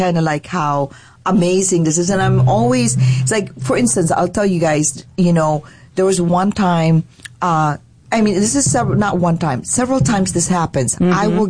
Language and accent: English; Philippines; tell her I'm Filipino